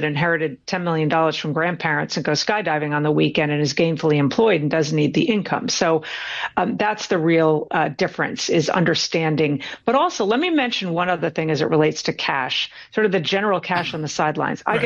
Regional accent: Norway; I went to my home country, Tom. I went to Norway.

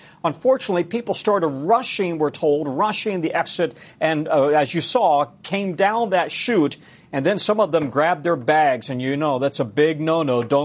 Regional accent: Denver, Colorado, United States; I grew up in Denver

